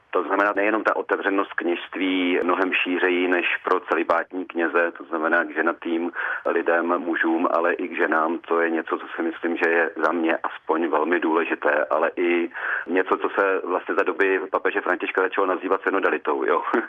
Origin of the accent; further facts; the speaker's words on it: Brno, South Moravian Region, Czechia; A já samozřejmě, protože jsem rodilý Brňák, tak jako jinou test je, má jako jasné brněnské kořeny, tak já jsem se s tím setkával už od svého mládí.